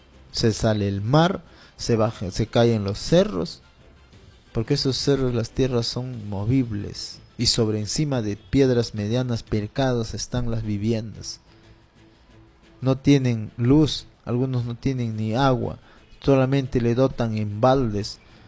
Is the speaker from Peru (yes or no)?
yes; Ricrán, Junín, Peru; moved away; mi pueblo querido, mi pueblo añorado, donde me vio nacer. Es el distrito de Arricrán, o su anexo, primeramente el anexo de Tambillo, que ahora ya son llamados centros poblados, Tambillo y distrito de Arricrán, provincia